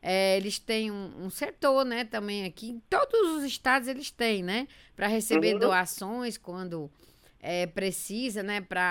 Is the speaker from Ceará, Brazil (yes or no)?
yes; Fortaleza, Ceará, Brazil; Eu sou de prova, porque eu sou de lá de Fortaleza.